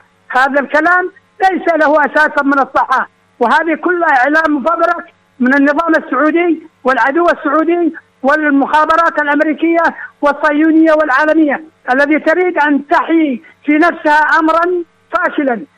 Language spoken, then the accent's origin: Arabic; Yemen; ونحن من إخلاقنا وقيمنا كيمنيين